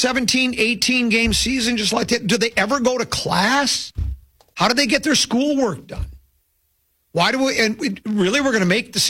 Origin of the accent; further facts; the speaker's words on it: Detroit, Michigan, United States; I was born in Detroit.